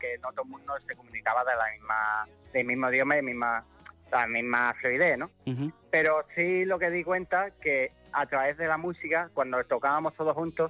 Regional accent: England, United Kingdom; now in Huelva, Spain; Bueno, realmente norteamericano no soy inglés.

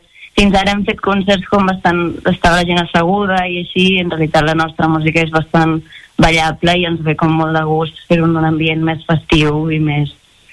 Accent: Roda de Ter, Catalonia, Spain; jo soc de Roda de Ter, llavors tinc una connexió especial

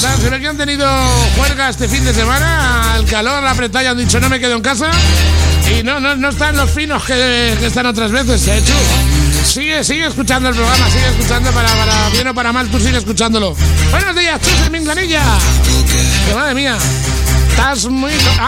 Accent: Motilla del Palancar, Castilla-La Mancha, Spain; Motilla del Palancar, Cuenca, mi pueblo natal

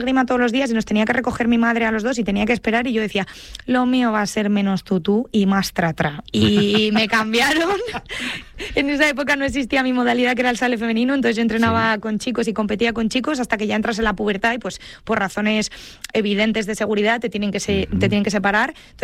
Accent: Spain; No, no, yo de camiseta de España, que yo soy muy española.

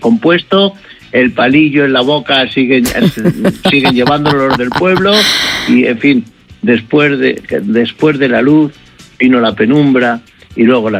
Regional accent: Villacastín, Castile and León, Spain; que son los huevos que se hacen en mi pueblo, en Villacastín, con boletus, se hacen todo el año.

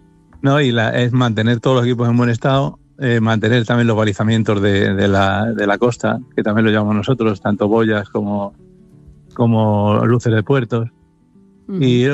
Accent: Madrid, Community of Madrid, Spain; Todo lo contrario. Yo soy de Madrid, vamos, de Vallecas.

